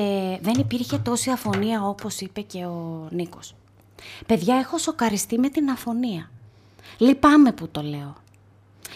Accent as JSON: {"language": "Greek", "town": "Thessaloniki", "region": "Central Macedonia", "country": "Greece", "tie": "born or raised there", "said": "Είμαι γέννημα θρέμα Θεσσαλονικιά και οι γονείς μου είναι Σεραίοι."}